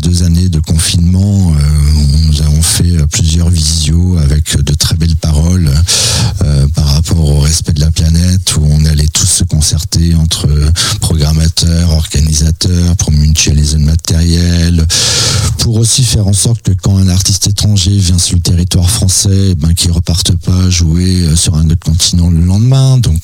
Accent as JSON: {"language": "French", "region": "Brittany", "country": "France", "said": "En tant que breton, j'étais même rancunier, terminé."}